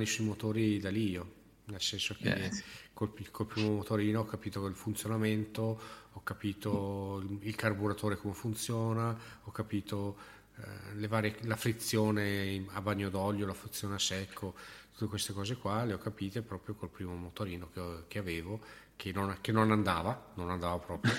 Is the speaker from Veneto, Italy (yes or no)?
no; Bergamo, Lombardy, Italy; fai conto che noi siamo da radio di Bergamo, io sono di Bergamo